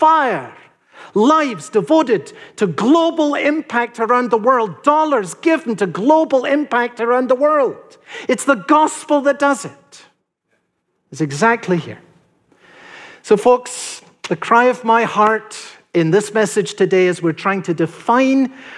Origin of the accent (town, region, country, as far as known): Edinburgh, Scotland, United Kingdom